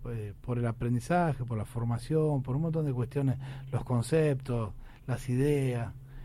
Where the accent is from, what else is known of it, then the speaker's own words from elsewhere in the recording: Granadero Baigorria, Santa Fe, Argentina; born there; Yo soy nacido en Granero de Baigorria.